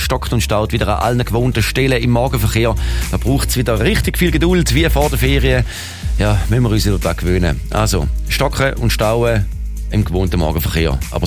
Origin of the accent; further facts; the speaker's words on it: Thurgau, Switzerland; Ziehe jetzt mich wieder zurück in meinen Heimatkanton, genauer gesagt auf Bettwiese im Thurgau.